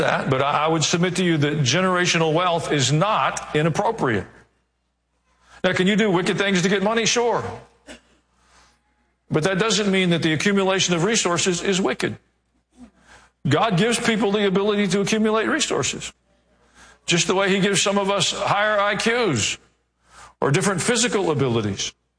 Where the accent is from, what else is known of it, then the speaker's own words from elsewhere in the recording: Kansas City, Missouri, United States; born there; I was born in Kansas City, Missouri.